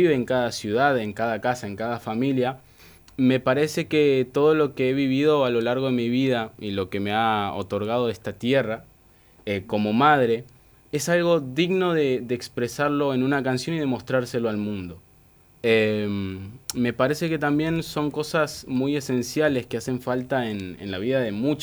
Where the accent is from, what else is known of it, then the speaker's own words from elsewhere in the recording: Clodomira, Santiago del Estero, Argentina; la premisa inicial que tengo como artista es elevar la bandera de Clodomira y la de Santiago también